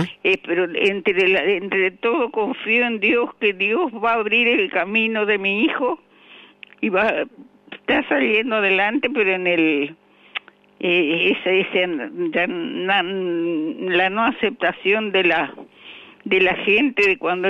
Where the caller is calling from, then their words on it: Concordia, Entre Ríos, Argentina; Está hablando con … de Concordia Entre Ríos.